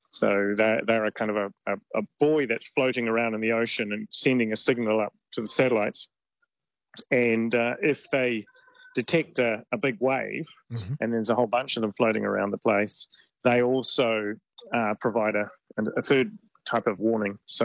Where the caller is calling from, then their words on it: Vanuatu; I'm calling you from Vanuatu at the moment